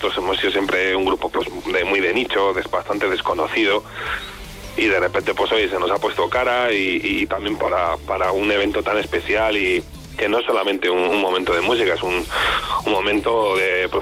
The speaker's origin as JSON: {"language": "Spanish", "town": "Tordesillas", "region": "Castile and León", "country": "Spain"}